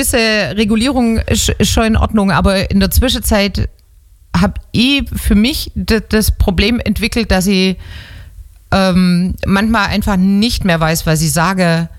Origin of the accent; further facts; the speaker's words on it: Baden-Württemberg, Germany; accent: Swabian dialect; außerhalb von Schwaben. Dann bin ich dort, ja, aber auch wieder der Ausländer.